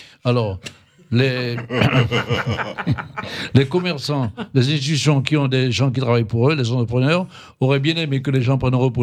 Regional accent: French Guiana; Comme je dis, je suis Guyanais.

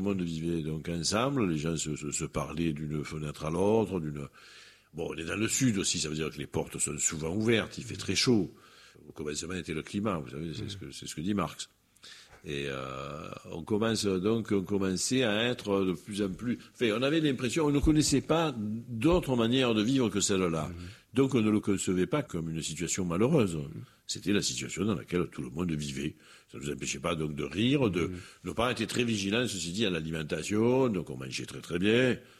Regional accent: Marseille, Provence-Alpes-Côte d'Azur, France; Et je n'étais même pas marseillais, j'étais de l'Estaque, enfin, j'étais de ce quartier-là.

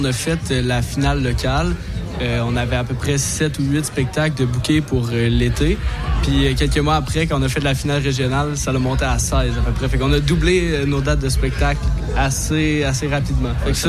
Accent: Quebec, Canada; accent: Quebec

